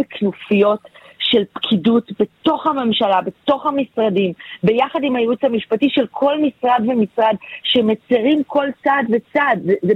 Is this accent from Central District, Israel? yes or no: no; Tel Aviv, Tel Aviv District, Israel; מאיפה שבאתי, מהתחנה המרכזית הישנה שם גדלתי